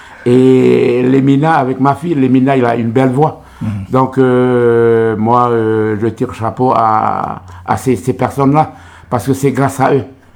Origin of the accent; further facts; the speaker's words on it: New Caledonia; Ici à Nouméa, mais on est originaire de la tribu de l'Arête.